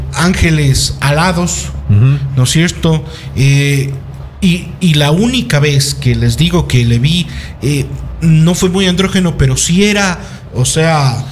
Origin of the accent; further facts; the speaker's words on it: Cuenca, Azuay, Ecuador; yo también soy de Cuenca. Y yo vivo por la UDA.